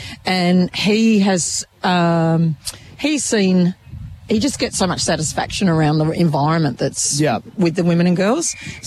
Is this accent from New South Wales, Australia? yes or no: no; Hobart, Tasmania, Australia; I grew up in Tassie. So I grew up in Hobart, predominantly Hobart, but I've worked across the state.